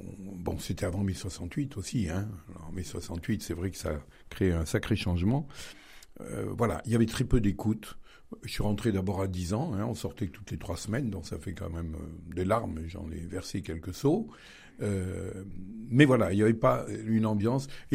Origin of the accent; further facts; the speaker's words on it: Baternay, Auvergne-Rhône-Alpes, France; born there; Alors, je suis né à Baternay, je suis un petit village du nord de Rome.